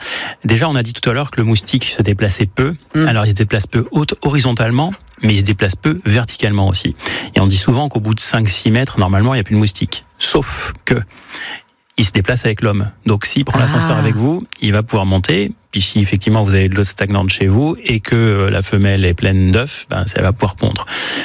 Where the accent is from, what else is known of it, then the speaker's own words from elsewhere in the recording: Dijon, Bourgogne-Franche-Comté, France; born there; moved away as an adult; now in Isère, France; je suis né à Dijon.